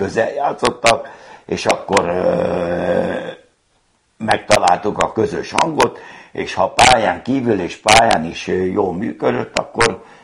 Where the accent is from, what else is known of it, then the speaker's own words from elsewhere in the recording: Hungary; Tehát abból induljunk ki, hogy magyar vagyok, tehát a magyarhoz legközelebb a görög áll.